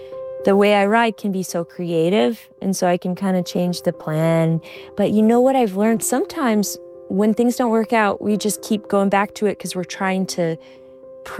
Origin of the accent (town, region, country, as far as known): Alaska, United States